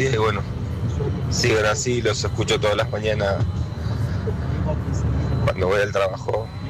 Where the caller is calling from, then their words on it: Florencio Varela, Buenos Aires Province, Argentina; Yo acá yendo al trabajo a Quilmes, vivo en Florencio Varela. Bueno